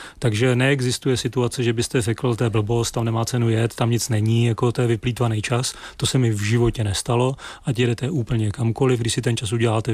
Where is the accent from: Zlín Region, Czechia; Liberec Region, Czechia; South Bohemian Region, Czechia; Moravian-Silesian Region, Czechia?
Zlín Region, Czechia; Zlín; já jsem ze Zlína a vy jste z Chebu, a to jsou obě dneska takový jako středně velký města, které se nacházejí v periferní oblasti republiky.